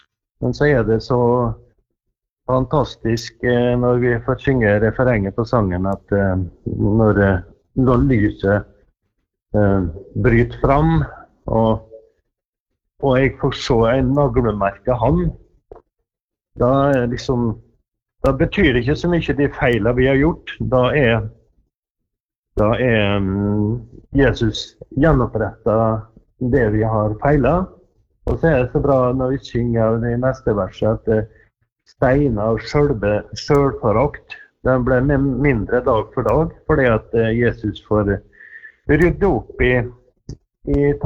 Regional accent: Eidsvåg, Møre og Romsdal, Norway; jeg kommer fra Eidsvågen inn i Romsdalen. Nå vi jo blitt en del av Molde kommune etter hvert. Før var vi Nesset kommune

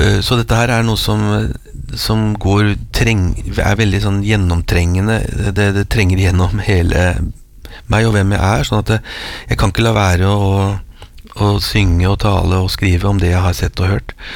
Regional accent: Røyken, Akershus, Norway; vårt nyervervede piano hjemme i Røyken, Årås i Røyken

